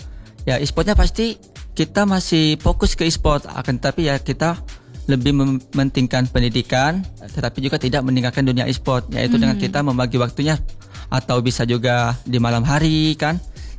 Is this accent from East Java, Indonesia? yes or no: no; Pampangan, South Sumatra, Indonesia; moved away as an adult; now in Palembang, Indonesia; asli dari daerah Pampangan, tepatnya di itu di Oki.